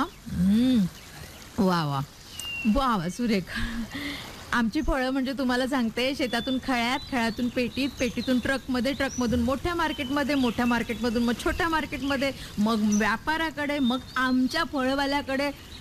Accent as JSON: {"language": "Marathi", "region": "Maharashtra", "country": "India", "said": "अगं मी मराठीच आहे."}